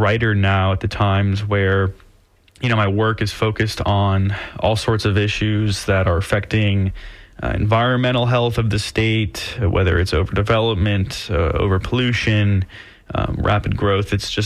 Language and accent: English; Jupiter, Florida, United States; so I'm a lifelong Floridian, never lived anywhere outside of this beautiful, wild state of ours. I'm from Jupiter, Florida